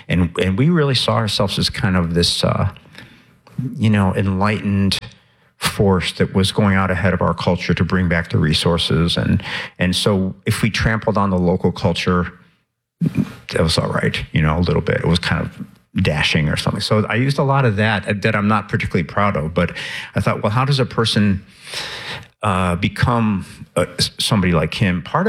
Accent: Chicago, Illinois, United States; I think I grew up in Chicago on the South Side, and there was a very, you know, a very male-centered time.

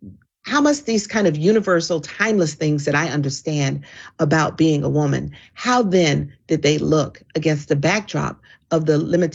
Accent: the South, United States; You know, as a Southerner, everyone's always saying, oh, you know, Southern families are such great storytellers.

